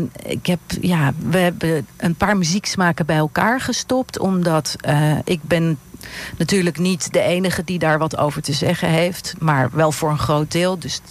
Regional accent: Wenum-Wiessel, Gelderland, Netherlands; now in Amsterdam, Netherlands; Nou, ik ben opgegroeid in Wiesel.

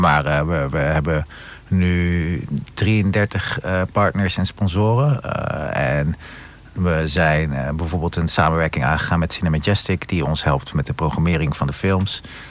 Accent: Apeldoorn, Gelderland, Netherlands; born there; Ik ben ook geboren in Apeldoorn, dus ik ben er ook wel vanaf jongs af aan geweest.

